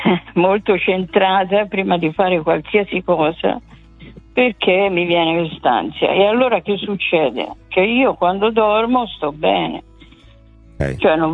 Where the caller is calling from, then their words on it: Piombino, Tuscany, Italy; io non sono mica da Milano, sono da Piombino.